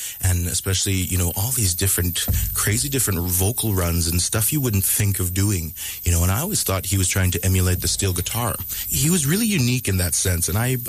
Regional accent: Sucker Creek, Alberta, Canada

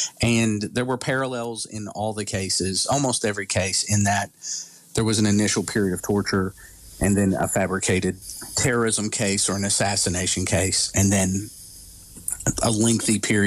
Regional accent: United States; And because I'm an American, I was detained.

